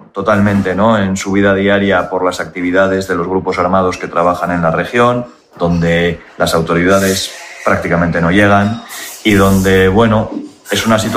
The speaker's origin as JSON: {"language": "Spanish", "town": "Getxo", "region": "Basque Country", "country": "Spain", "tie": "born or raised there", "said": "las personas que hemos nacido y que hemos crecido en este pueblo, ¿no? En esta zona concreta del pueblo."}